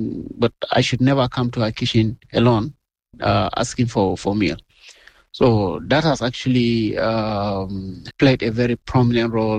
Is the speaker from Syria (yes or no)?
no; Kakara, Taraba, Nigeria; I'm from Kakara, Taraba State, Nigeria.